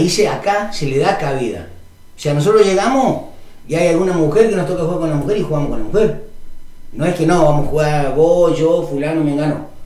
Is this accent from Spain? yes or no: no; Córdoba, Argentina; yo cuando era chico, me crié en el campo, en Córdoba